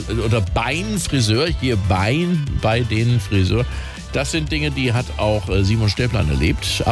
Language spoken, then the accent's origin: German; Rhineland-Palatinate, Germany; Ja, ich weiß, im Westerwald, wo ich herkomme, aus einem kleinen Dorf, wo die Knusperhäuschen stehen und die Gnome leben, da sagt man zum Beispiel, ich gehe an die Bach